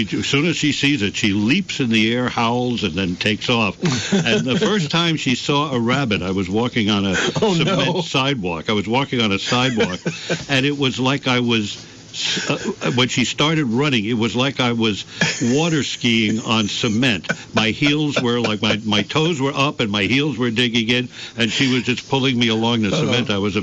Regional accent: New York City, New York, United States; I'm from the Bronx

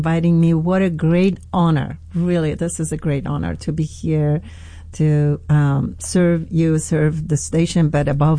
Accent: Iran; born or raised there; moved away as an adult

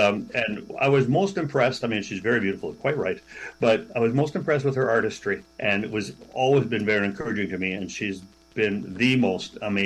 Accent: Niagara-on-the-Lake, Ontario, Canada; also born or lived in Waterloo; when I grew up in Niagara on the Lake. My Mennonite background. My dad was a Mennonite minister

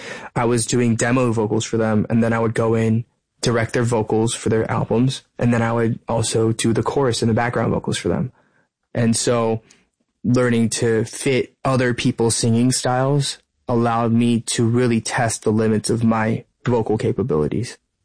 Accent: United States; This is the way that most of us have to deal with living and growing up in the States as first generation immigrant children.

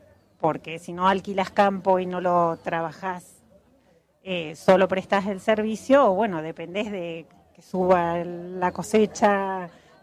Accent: San Antonio de Areco, Buenos Aires Province, Argentina; San Antonio de Areco.

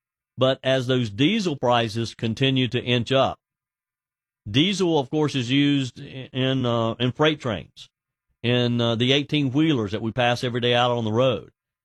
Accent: South Carolina, United States; And here in my home state of South Carolina, the state legislature is about to reconvene to consider those congressional districts.

